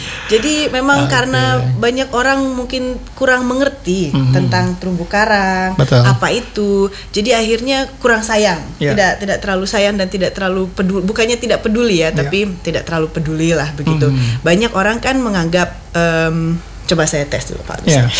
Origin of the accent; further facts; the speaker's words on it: Lombok, West Nusa Tenggara, Indonesia; saya kan asli orang Lombok ya. Jadi dari kecil memang saya sudah senang banget snorkeling dan diving, scuba diving.